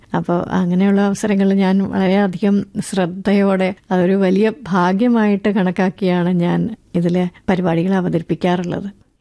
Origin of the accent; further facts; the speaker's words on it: Thiruvananthapuram, Kerala, India; എന്റെ വീട് തിരുവനന്തപുരത്താണ്.